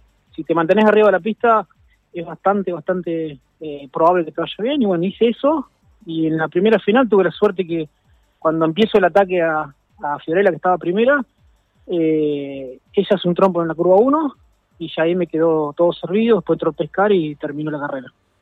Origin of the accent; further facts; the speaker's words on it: Villalonga, Buenos Aires Province, Argentina; accent: porteño; Yo soy Villalonga, digan lo que digan, aunque tengo acento de porteño, pero bueno, soy de Villalonga.